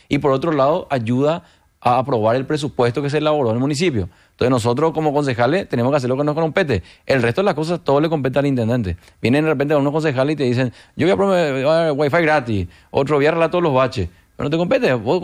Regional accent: Asunción, Paraguay; Hoy yo primero que Colorado soy asunceno, soy ciudadano. Después soy Colorado.

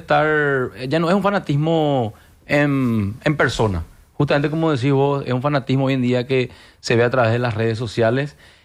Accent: Asunción, Paraguay; yo soy asunceno primero, ¿verdad? Para mí primero está Asunción

